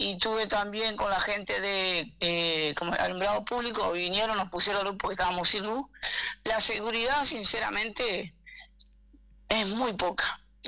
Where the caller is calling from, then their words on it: Montevideo, Uruguay; yo soy de Montevideana, yo hace 4 años que vivo acá